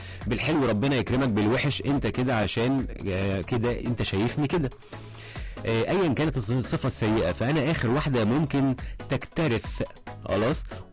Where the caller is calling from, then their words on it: Alexandria, Alexandria Governorate, Egypt; صباح الخير عليك يا صانع السعاده حسام. … من اسكندريه.